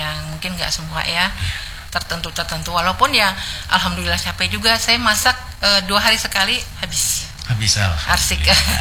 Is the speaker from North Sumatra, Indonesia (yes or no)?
yes; North Sumatra, Indonesia; Kalau kita orang Batak kan